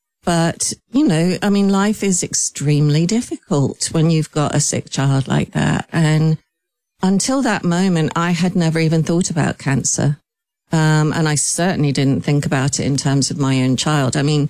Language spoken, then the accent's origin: English; Ireland; he was supposed to finish on St. Patrick's Day, which I thought was a good omen, being Irish.